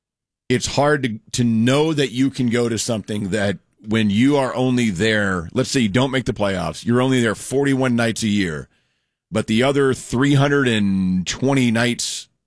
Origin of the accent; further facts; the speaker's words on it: Rockwall, Texas, United States; I grew up in Rockwall before Bush was built